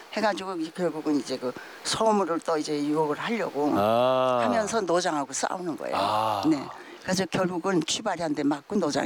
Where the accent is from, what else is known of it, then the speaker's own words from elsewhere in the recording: Sariwon, North Hwanghae, North Korea; 그 황해도 사리원 경암산 앞에 그 어릴 때 거기서 그 놀면서 자라면서 거기서 춤을 췄기 때문에 네.